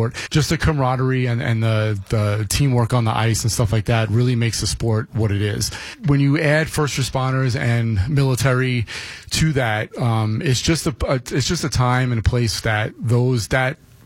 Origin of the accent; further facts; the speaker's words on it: New York City, New York, United States; I'm from New York City, Brooklyn, to be specific, and I'm a huge New York Rangers fan.